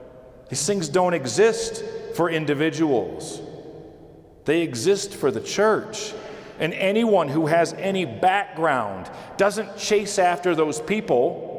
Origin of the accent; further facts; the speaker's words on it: New York, United States; I'm a New Yorker.